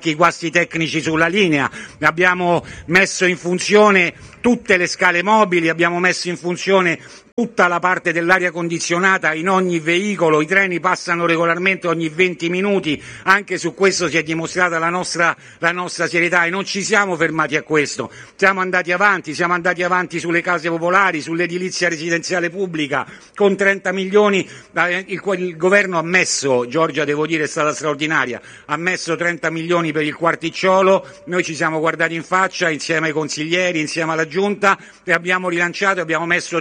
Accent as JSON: {"language": "Italian", "town": "Rome", "region": "Lazio", "country": "Italy", "said": "quel centro storico che da romano noi abbiamo sempre amato."}